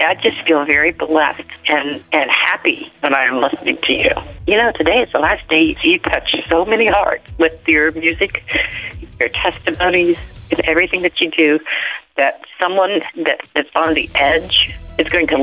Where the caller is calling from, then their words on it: Worthington, United States; from Worthington, and I am the river.